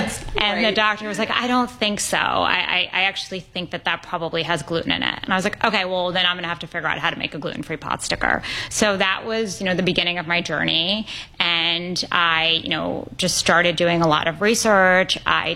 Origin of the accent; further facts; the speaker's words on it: New York City, New York, United States; I grew up in New York City. My family owned restaurants